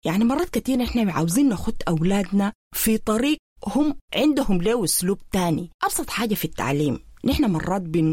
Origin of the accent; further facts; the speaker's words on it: Sudan; ونحن كسودانيين لسه الموضوع ده مخطوط تحت دائرة ممنوع النقاش